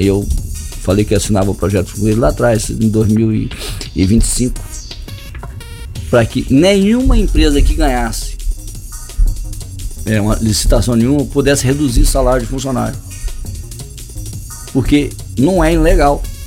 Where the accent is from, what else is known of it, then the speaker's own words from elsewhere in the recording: Barra de São João, Rio de Janeiro, Brazil; Eu sou do distrito de Barra do São João, né? A nossa população hoje é maior que a população de Casimiro.